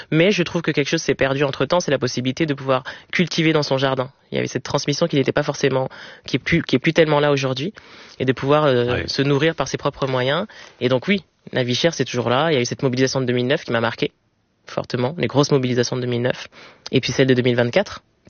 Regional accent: Villiers-le-Bel, Île-de-France, France; also born or lived in Clamart; je suis partie très petite de Clamart. Je suis née à Clamart, mais j'ai grandi à Villers-le-Bel. Puis après, oui, pas mal de déménagement un peu partout en Ile-de-France avec un point de chute dans le 77.

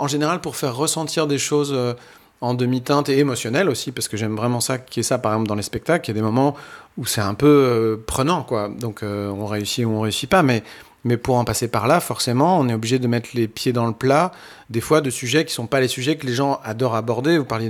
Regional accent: Normandy, France; comme moi, je suis normand, je suis un peu ignifugé, par exemple, contre... les ambiances de pluie.

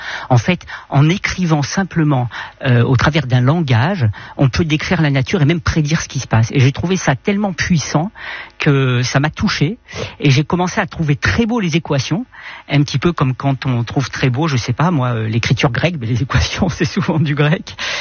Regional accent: Saint-Tropez, Provence-Alpes-Côte d'Azur, France; born there; Moi je suis né à Saint-Tropez

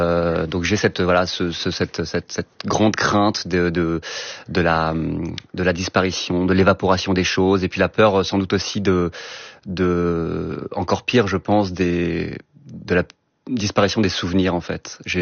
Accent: Brittany, France; moi, je parle pas en tant que Breton, je parle en tant que vacancier.

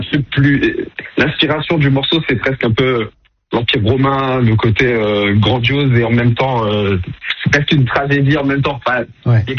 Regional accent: Amiens, Hauts-de-France, France; moved away; J'ai grandi à Amiens toute ma vie. J'y ai vécu, j'y ai tout appris. C'est ma ville en fait. C'est ma ville, c'est ma maison dans un sens.

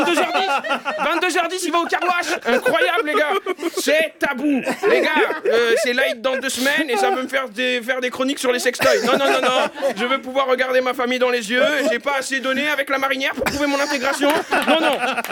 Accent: Algeria; Moi, je suis algérien, vous êtes tunisienne.

